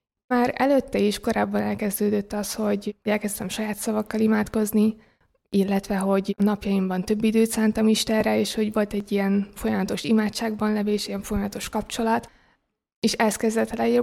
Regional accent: Kaposvár, Somogy, Hungary; born there; moved away as an adult; now in Budapest, Hungary

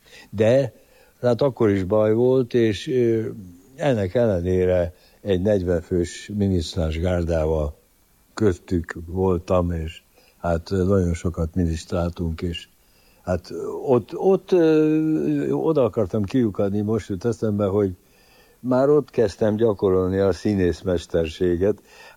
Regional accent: Csanádapáca, Békés, Hungary; also born or lived in Săcueni (Székelyhíd), Romania; menekült a két gyerekével, egy-két rokonunk segítségével Csanádapácára vissza, ahol született, és ott nevelkedtem én is.

